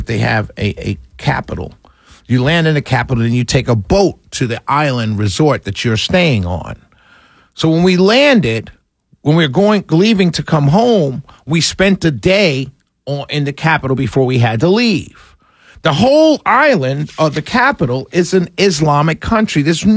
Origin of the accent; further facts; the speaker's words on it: New York City, New York, United States; because I had never experienced it growing up in New York City.